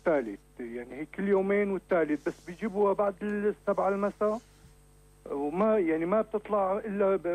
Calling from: Homs, Homs Governorate, Syria

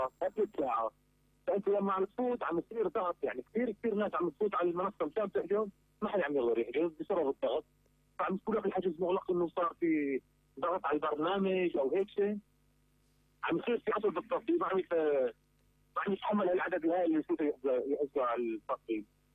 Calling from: Aleppo, Aleppo Governorate, Syria; من مدينه حلب.

